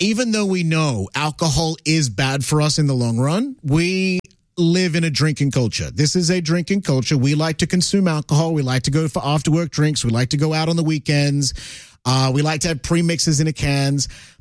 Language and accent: English; Canada; But I think I, as a Canadian, should be able to walk into a LCBO and go, oh my God, look at all this stuff.